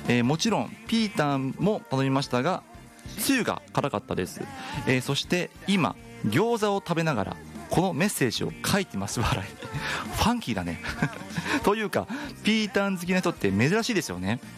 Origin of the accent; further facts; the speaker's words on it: Kawaguchi, Saitama, Japan; 僕の地元川口にあります